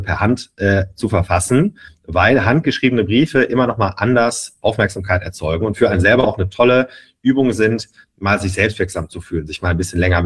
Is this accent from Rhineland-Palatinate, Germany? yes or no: no; Duisburg, North Rhine-Westphalia, Germany; moved away; ich komme aus Duisburg